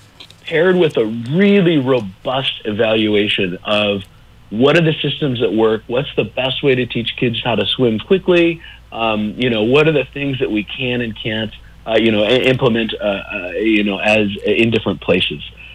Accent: California, United States; now in Sydney, Australia; I am not Australian. I'm actually from California, but I do live in Sydney

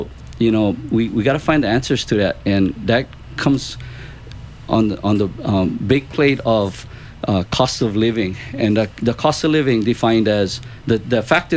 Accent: Hilo, Hawaii, United States; moved away as an adult; now in Kauai, United States; I was born and raised in Hilo, and we were a farming family. We raised sugarcane. We had a sugarcane plantation out in Honoka'a. It's the northeast side of the Big Island. And I worked there a lot.

